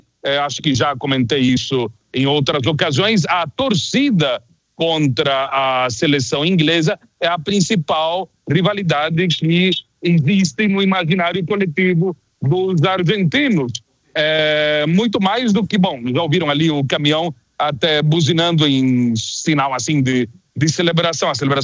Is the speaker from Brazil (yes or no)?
yes; Londrina, Paraná, Brazil; Sou de Londrina, do norte do Paraná, pé vermelho. Ninguém duvide da brasilidade.